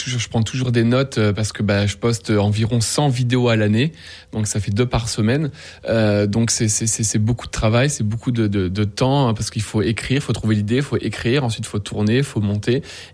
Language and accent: French; Paris, Île-de-France, France; Quand on vient de Paris, ça fait bizarre.